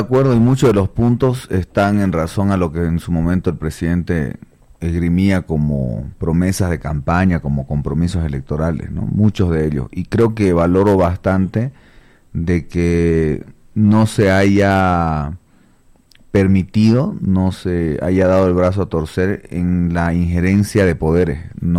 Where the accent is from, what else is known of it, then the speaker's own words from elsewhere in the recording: Bolivia; ¿somos más los bolivianos que queremos vivir en paz en este país?